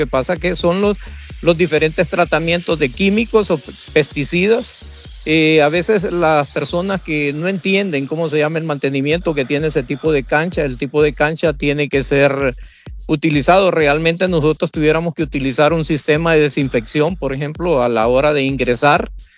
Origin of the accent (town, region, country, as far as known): Honduras